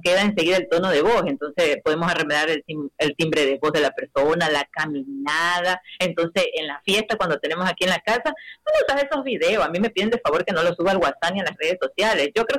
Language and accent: Spanish; Ecuador; aquí como ecuatorianos tenemos representantes internacionalmente